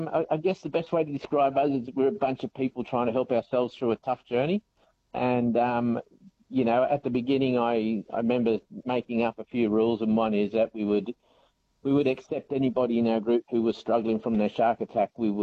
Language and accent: English; Australia; as most Aussie men, we all like to self-medicate with a few beers